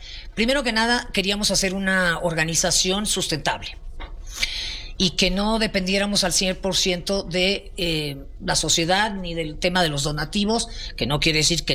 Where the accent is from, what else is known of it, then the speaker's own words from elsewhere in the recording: Mexico City, Mexico; soy chilanga, pero bueno, traigo lo caribeño por dentro.